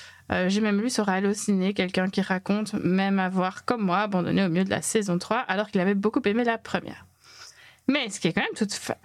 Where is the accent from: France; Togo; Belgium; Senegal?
Belgium; ben moi, Knock, je connais, je suis belge.